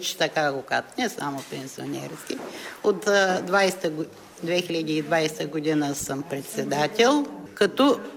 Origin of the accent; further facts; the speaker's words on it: Dobri Dyal, Veliko Tarnovo Province, Bulgaria; Родена съм в Добри дял, работила съм тука, живота ми е тука.